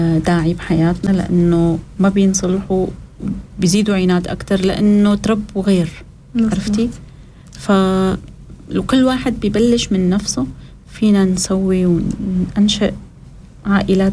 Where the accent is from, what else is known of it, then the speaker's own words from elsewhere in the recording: Syria; عندنا بالشام أو بسوريا